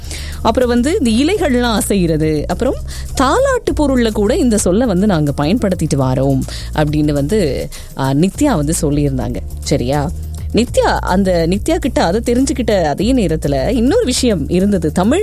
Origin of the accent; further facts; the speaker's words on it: Sri Lanka; accent: Sri Lankan; என்னுடைய ஆக்சென்ட் வந்து ஸ்ரீலங்கன் மாதிரி இருக்குன்னு சொல்லியிருக்காங்க. ஆமாம், நான் இலங்கையை சேர்ந்தவ தானே, அப்போ அப்படி தான் இருக்கும்.